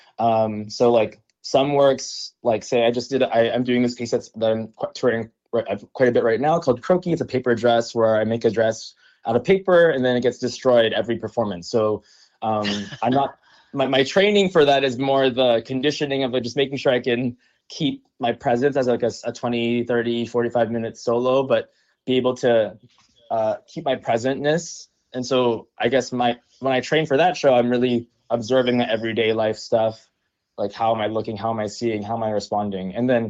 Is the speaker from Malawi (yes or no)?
no; Philippines; So I got into breaking, of course, because I'm Filipino and that's what you do as a young Filipino boy.